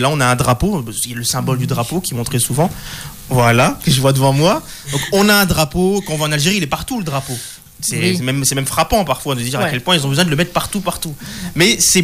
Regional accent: France; born there; des gens comme moi finalement qui sont nés ici mais qui ont des origines algériennes.

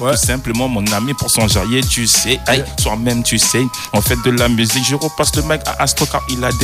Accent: French Guiana; Toi-même, tu sais, d'où je viens. Je viens de French Guyana.

